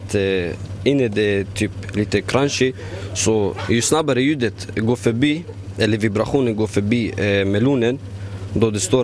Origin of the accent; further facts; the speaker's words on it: Syria; Jag kommer från Syrien.